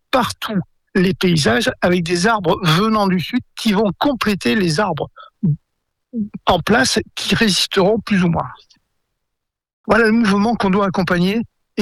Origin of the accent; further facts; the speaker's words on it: Gascony, France; Quand j'étais enfant, en Gascogne, je ramassais le tilleul avec ma mère.